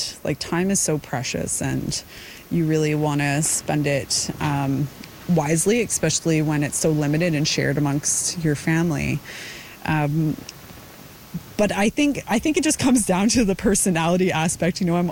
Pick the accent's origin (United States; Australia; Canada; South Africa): Canada; Hay River, Northwest Territories; Born and raised in Hay River. I ended up marrying a local, so that's kind of how I got involved being here.